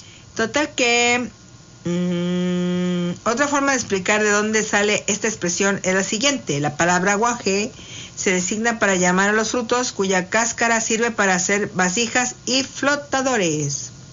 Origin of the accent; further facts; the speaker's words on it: Mexico; sí somos mexicanos de veras, de veritas, somos mexicanos, en serio, y señor, bueno, de acá del norte